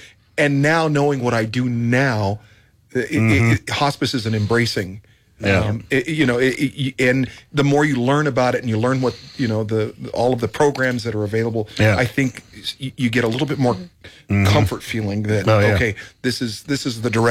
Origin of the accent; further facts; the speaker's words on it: Capitan, New Mexico, United States; moved away; Well, I grew up in Fort Stanton in Capitan